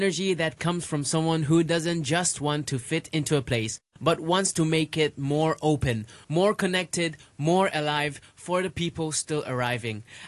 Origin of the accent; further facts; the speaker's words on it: Bangladesh; now in Hong Kong; I'm from Bangladesh.